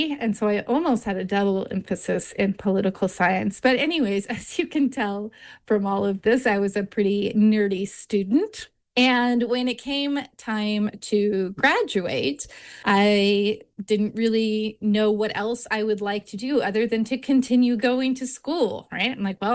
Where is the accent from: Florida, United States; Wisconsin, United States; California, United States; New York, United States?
California, United States; also born or lived in San Diego; now in Chico, United States; So living in Chico is living not too far from home. I grew up in the Sierra Nevada foothills in Gold Country. And that was really the landscape that I call home still.